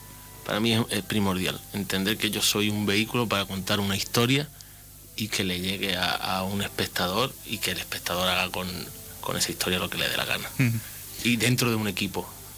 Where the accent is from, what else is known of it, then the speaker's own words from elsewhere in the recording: Ceuta, Spain; la población ceutí, a los caballas que estamos pasando ahora por un momento complicado